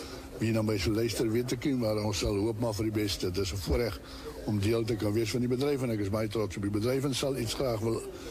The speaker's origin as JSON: {"language": "Afrikaans", "country": "Namibia", "tie": "born or raised there", "said": "Dus ek sê, ek is gebore in Namibië, en daar groot geword, en een van vier seuns."}